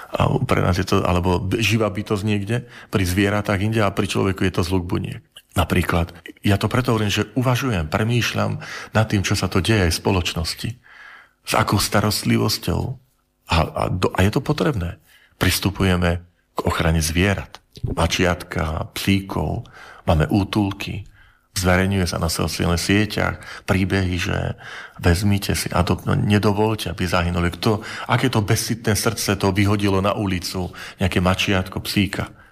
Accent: Žilina Region, Slovakia; ja som z Horavy

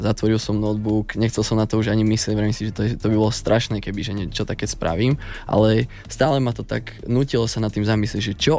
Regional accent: Žilina Region, Slovakia; u nás na Kysuciach

